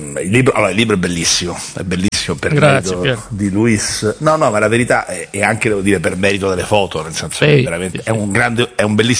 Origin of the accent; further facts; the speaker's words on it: Rome, Lazio, Italy; io ho detto tante volte, da romano, quindi da persona che adesso si affaccia alla finestra, dalla finestra vede lo stadio olimpico